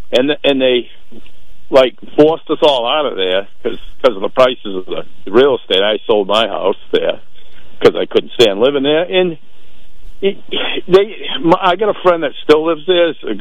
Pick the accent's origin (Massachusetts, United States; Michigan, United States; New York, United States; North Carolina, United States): Massachusetts, United States; Provincetown; born there; moved away; I'm from Provincetown. I lived in... My parents go way back, great-grandfather, fishing family.